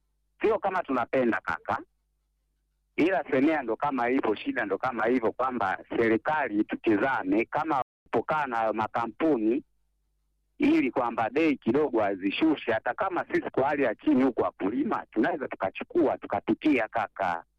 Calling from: Kisaki, Morogoro, Tanzania; Kisaki Morogoro kukasa vijijini huku Milengwelengwe.

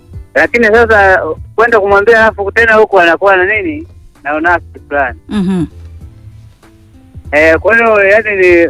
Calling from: Tanga, Tanga Region, Tanzania; natoka hapa Tanga.

